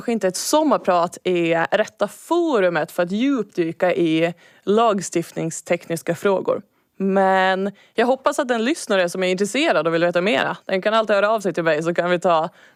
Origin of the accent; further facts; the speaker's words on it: Haraldsby, Åland, Finland; now in Brussels, Belgium; född och uppvuxen i Haraldsby, Saltvik, men bor och arbetar just nu i Bryssel på Europaparlamentet